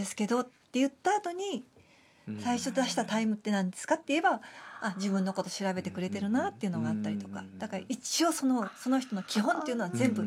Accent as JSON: {"language": "Japanese", "region": "Kumamoto", "country": "Japan", "accent": "Kumamoto dialect", "said": "最初のうちはもう熊本弁だし"}